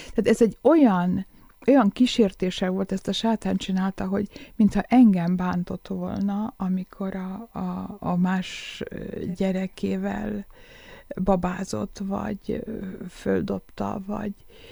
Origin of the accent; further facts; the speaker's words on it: Békés, Hungary; born there; akkor, mikor befejeztem az egyetemet, és visszamentünk Békésre